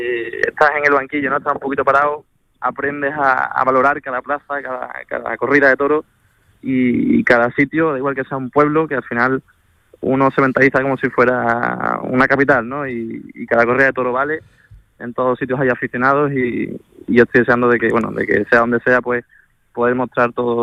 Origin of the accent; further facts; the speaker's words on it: Seville, Andalusia, Spain; como sevillano que soy